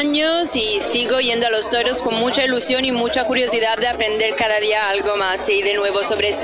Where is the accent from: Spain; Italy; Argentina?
Italy; Modena, Emilia-Romagna; Spanish is a second language; moved away as an adult; now in Rome, Italy; Yo soy de Módena, pero ahora vivo en Roma por el periodismo